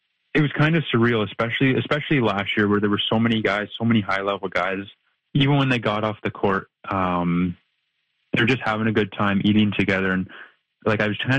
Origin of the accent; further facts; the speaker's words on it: Petrolia, Ontario, Canada; He was the local tennis pro in Sarnia. I'm from Petrolia, about 30 minutes outside.